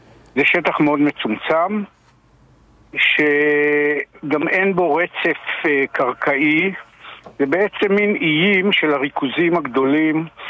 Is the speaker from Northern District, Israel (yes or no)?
yes; Alon HaGalil, Northern District, Israel; כמה מילים פרטיות עליי, אני מושבניק מאלון הגליל, לפני כ4 שנים מפאת גילי המופלג, אני קצת הגזמתי, הפסקתי את הפעילות החקלאית